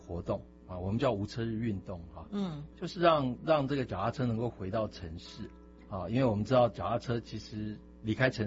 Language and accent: Chinese; Tainan, Taiwan; 就是说我们在乡下还会骑，像我那时候在台南长大，我就还会骑啊。